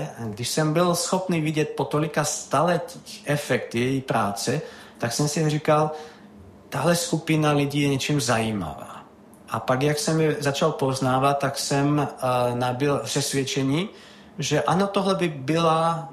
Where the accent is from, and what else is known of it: Trenčín, Trenčín Region, Slovakia